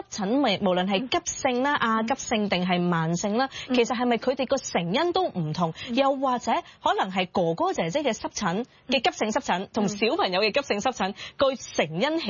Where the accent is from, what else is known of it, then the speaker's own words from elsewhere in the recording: Hong Kong; 我哋香港人